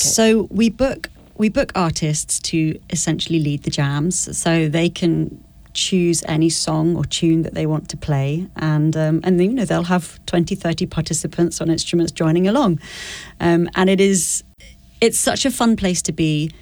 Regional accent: United Kingdom; moved away as an adult; now in Lafayette, United States; And I'm from the UK, you can probably hear my accent.

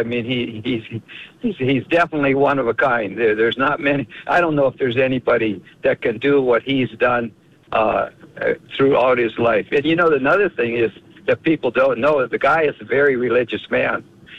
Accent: North Dakota, United States; So I'm from North Dakota. I'm down at heart in heart about what we can do in North Dakota.

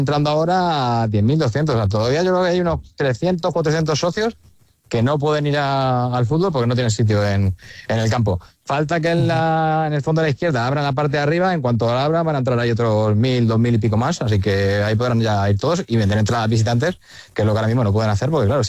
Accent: Leganés, Community of Madrid, Spain; yo que soy de Leganés

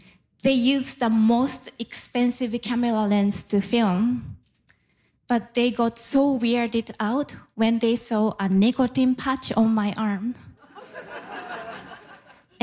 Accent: Japan; accent: Japanese; first language Japanese; English is a second language; moved away as an adult; now in Canada; I am originally from Japan.

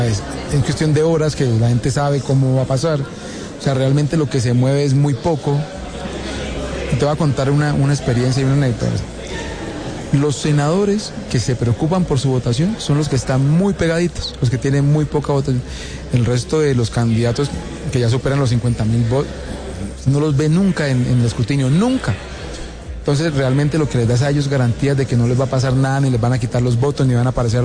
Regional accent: Colombia

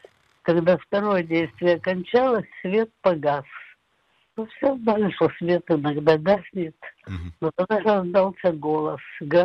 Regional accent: Kharkiv, Kharkiv Oblast, Ukraine; born or raised there

